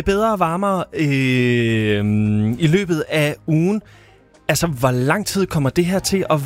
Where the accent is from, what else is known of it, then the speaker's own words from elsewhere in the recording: Kolding, Region of Southern Denmark, Denmark; moved away; jeg er fra Kolding.